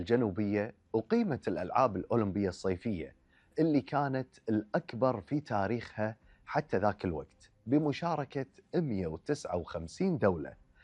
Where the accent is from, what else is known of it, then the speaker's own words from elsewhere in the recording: Kuwait; ديرتنا الكويت